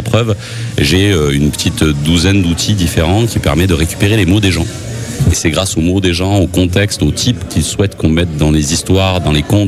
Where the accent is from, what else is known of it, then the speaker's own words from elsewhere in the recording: Occitanie, France; Moi, je viens du Gard, exactement, à côté des Cévennes, pour ceux qui sont pointus